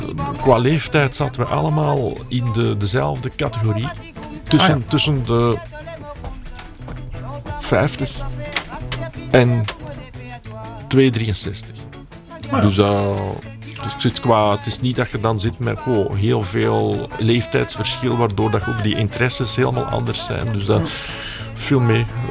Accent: Flanders, Belgium; Maar als Vlaming is dat moeilijker te horen.

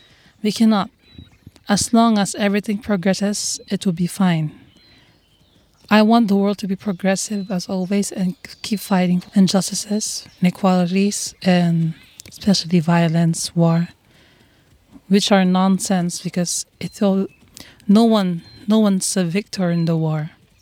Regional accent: Philippines; English is a second language; now in France; I'm 20, and now I'm from the Philippines. And it's been 3 years since I'm in France.

